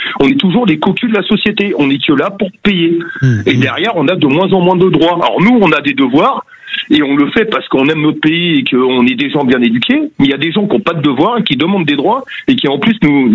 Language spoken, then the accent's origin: French; France; Et on a l'impression, en tant que Français, que l'État de droit n'est pas là pour nous protéger